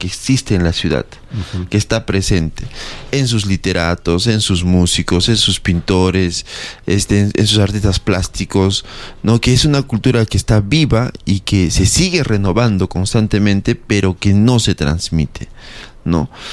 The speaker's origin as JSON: {"language": "Spanish", "region": "Arequipa", "country": "Peru", "said": "cuando, por ejemplo, hablamos de fiestas de Arequipa, somos hijos del Misti"}